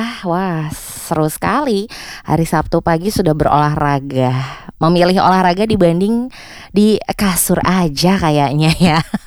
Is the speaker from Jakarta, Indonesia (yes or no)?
yes; Jakarta, Indonesia; sebagai warga Jakarta yang baik